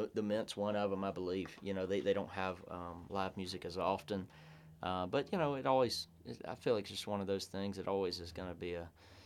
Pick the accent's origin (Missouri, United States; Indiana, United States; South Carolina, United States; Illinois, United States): South Carolina, United States; moved away as an adult; Where I'm from in South Carolina, at least my hometown, you don't see a whole lot of that.